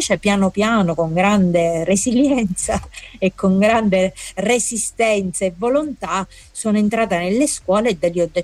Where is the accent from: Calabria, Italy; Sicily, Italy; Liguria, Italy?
Sicily, Italy; Nicolosi; un istituto del mio paese, di Nicolosi